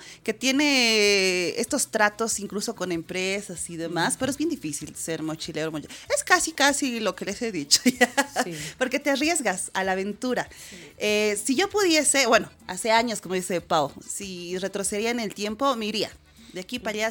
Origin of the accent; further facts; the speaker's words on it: Bolivia; soy boliviana y que no conozco muchos lugares